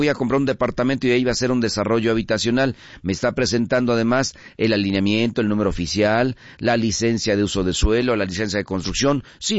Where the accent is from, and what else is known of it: Mexico